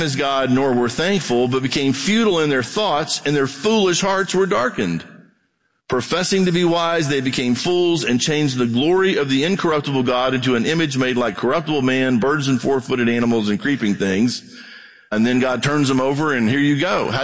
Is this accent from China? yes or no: no; Brazil; I grew up in Brazil, mission field.